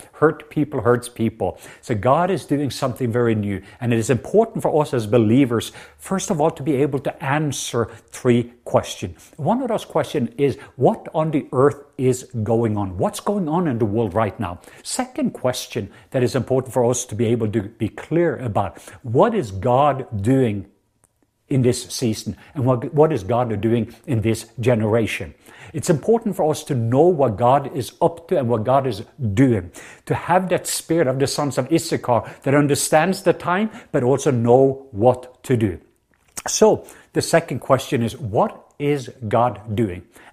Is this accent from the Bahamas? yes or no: no; Norway; accent: southern Norwegian; English is a second language; now in Atlanta, United States; I'm from the country of Norway. I know that's surprising to some of you because my accent. Some of you thought that I had a southern accent, and that's correct because I'm from the southwest part of Norway. So I'm a true southerner.